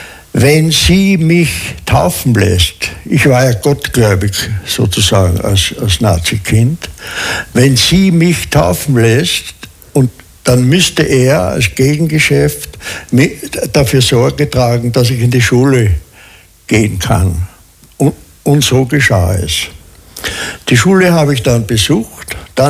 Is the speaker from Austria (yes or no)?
yes; Hallstatt, Upper Austria, Austria; also born or lived in Vienna; Und so bin ich in Hallstatt aufgewachsen